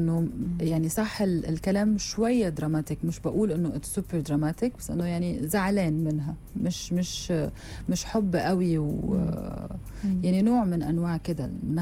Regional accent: Lebanon; moved away as an adult; now in Egypt; لسه عندي الاكسنت يعني. لسه ببان ان انا لبنانيه جايه مصر

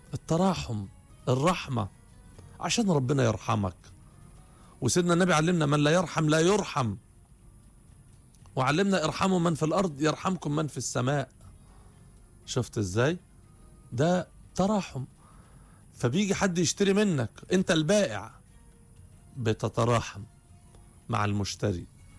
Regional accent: Egypt; أنت مصري وأنا مصري.

